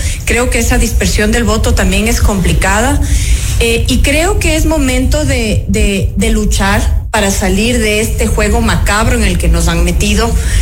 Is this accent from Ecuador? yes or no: yes; Quito, Pichincha, Ecuador